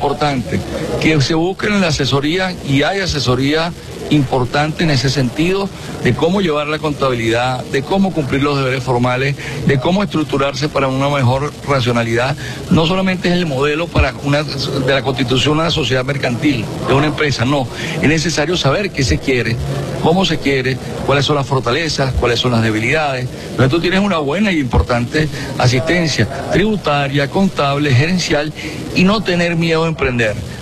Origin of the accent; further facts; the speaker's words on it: Venezuela; porque al fin y al cabo los empresarios somos venezolanos